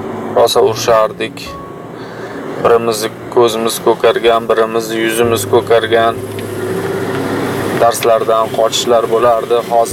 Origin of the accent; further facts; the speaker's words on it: Beshariq District, Fergana Region, Uzbekistan; Biza Farg'ona viloyatidagi Beshariq tumanida 8-chi maktabda o'qiganmiz.